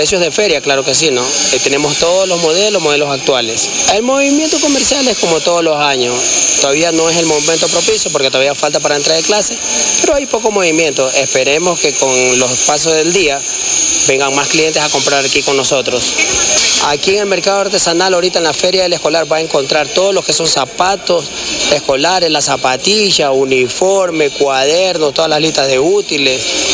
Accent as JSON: {"language": "Spanish", "town": "Guayaquil", "region": "Guayas", "country": "Ecuador", "said": "Nosotros venimos de la costa de Guayaquil, netamente."}